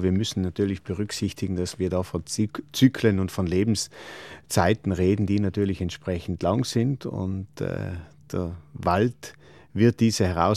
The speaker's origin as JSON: {"language": "German", "region": "Trentino-Alto Adige", "country": "Italy", "said": "wir als Südtiroler, wir leben ja in einem Gebirgsland"}